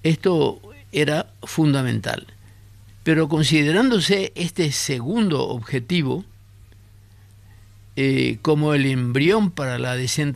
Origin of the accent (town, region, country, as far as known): Paraguay